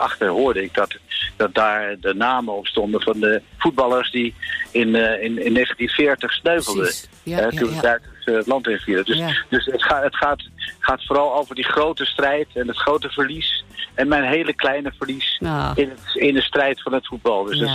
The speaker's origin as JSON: {"language": "Dutch", "town": "Amsterdam", "region": "North Holland", "country": "Netherlands", "tie": "born or raised there", "said": "Het gaat over mijn jeugd in Amsterdam-Oost."}